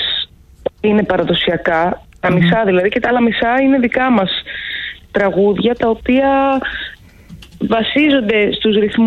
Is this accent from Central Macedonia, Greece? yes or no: yes; Thessaloniki, Central Macedonia, Greece; moved away as an adult; now in Athens, Greece; μεγάλωσα, γεννήθηκα στη Θεσσαλονίκη.